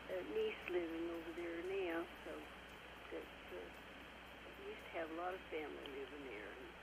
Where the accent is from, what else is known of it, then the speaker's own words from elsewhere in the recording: Somerset, Kentucky, United States; born there; also born or lived in Casey County, Kentucky; Well, I was real young when we moved to Somerset